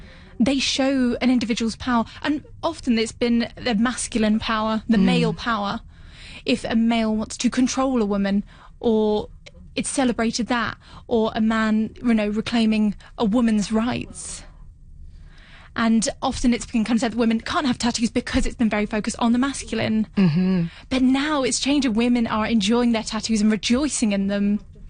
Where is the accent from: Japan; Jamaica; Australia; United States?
Japan; English is a second language; now in London, United Kingdom; So I was born and grew up in Japan. I now live in London. But I was raised in Japan. So I've got, of course, that strong cultural heritage.